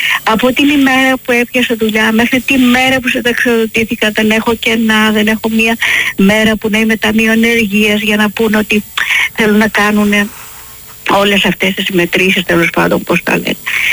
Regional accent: Argyroupoli, Attica, Greece; moved away; Ο μπάς μου ο συγχωρεμένος μας είχε κάνει σπίτι στην Αργυρούπολη. Το πατρικό μου είναι στην Αργυρούπολη. Βέβαια η Αργυρούπολη, επειδή έχω ζήσει από παιδάκια και όταν ήταν χωράφια ακόμη.

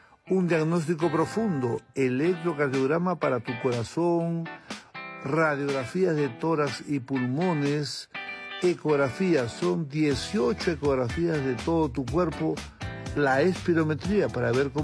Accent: Peru; como un ciudadano peruano que conoce mucho el Perú

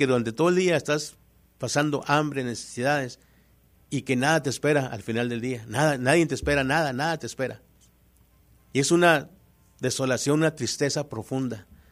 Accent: Ciudad Juárez, Chihuahua, Mexico

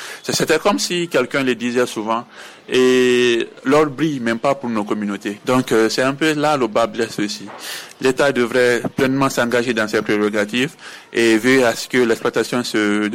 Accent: Siguiri, Kankan Region, Guinea; chez nous à Siguiri

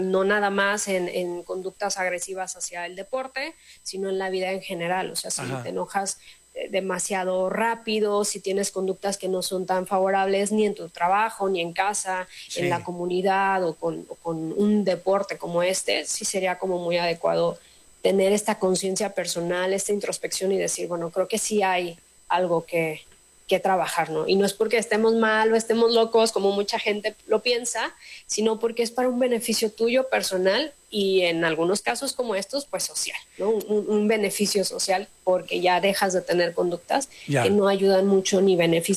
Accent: Mexico; De la sociedad en la que vivimos, de la comunidad como mexicanos, que cuando hay algo de este tipo, pues sí podemos llegar como a unirnos

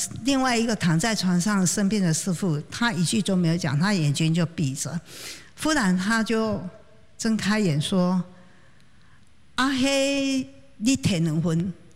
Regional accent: Pingtung County, Taiwan; 我是来自屏东

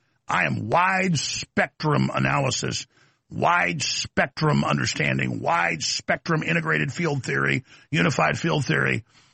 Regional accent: United States; I'm an American.

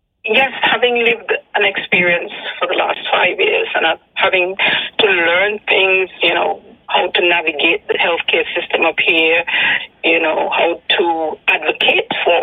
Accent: Montserrat; moved away as an adult; now in United Kingdom; my fellow Montserratians

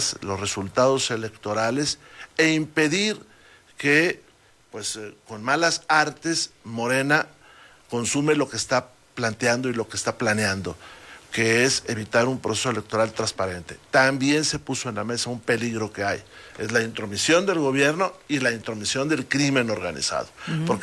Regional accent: Saltillo, Coahuila, Mexico; venden allá en Saltillo. Es pan de pulque también. De esa fusión entre tlaxcaltecas y españolas, que es mi pueblo querido.

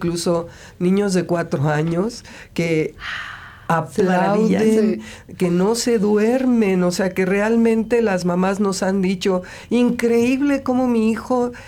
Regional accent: Mexico; Soy incansable como mexicana.

